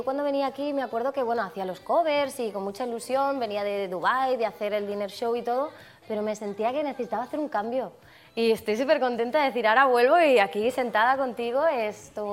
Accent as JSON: {"language": "Spanish", "town": "Badalona", "region": "Catalonia", "country": "Spain", "tie": "born there", "said": "pero yo ya nací en Barcelona."}